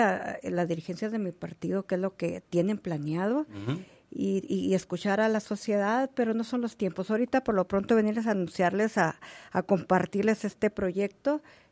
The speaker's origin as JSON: {"language": "Spanish", "town": "Camargo", "region": "Chihuahua", "country": "Mexico", "said": "Yo soy de Camargo"}